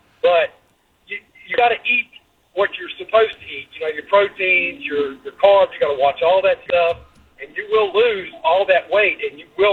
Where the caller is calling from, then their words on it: Virginia, United States; I'm in Southwest Virginia